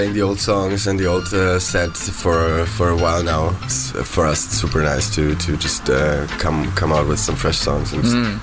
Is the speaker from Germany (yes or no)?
yes; Berlin, Germany; English is a second language; moved away as an adult; also born or lived in The Hague; I grew up in Berlin and went to Holland, to Den Haag, to study there.